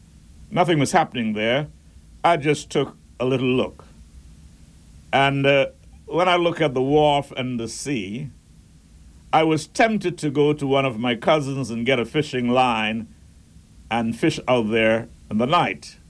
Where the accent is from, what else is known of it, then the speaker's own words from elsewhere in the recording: Turks & Caicos Islands; I am from the Turks and Caicos Islands. I'm a proud Turks and Caicos Islander.